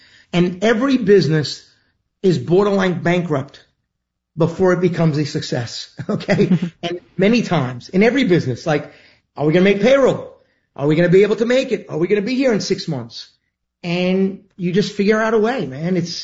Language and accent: English; Queens, New York, United States; It's why I always say … from Queens, right?